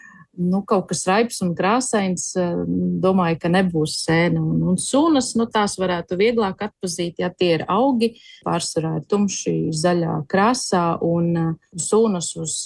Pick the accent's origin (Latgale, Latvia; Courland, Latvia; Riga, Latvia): Latgale, Latvia; es esmu no Latgales